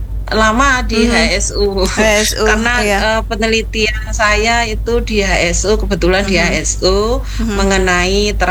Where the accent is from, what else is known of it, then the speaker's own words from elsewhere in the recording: Java, Indonesia; saya itu orang Jawa